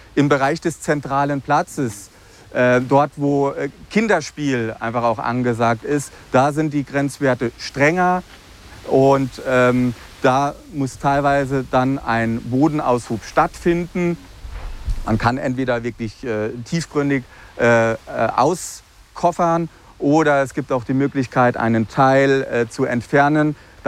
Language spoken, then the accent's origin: German; Northern Germany, Germany; So, jetzt als Norddeutscher kann man sagen, wir haben ja sowieso immer Wind und hier ist es nicht warm.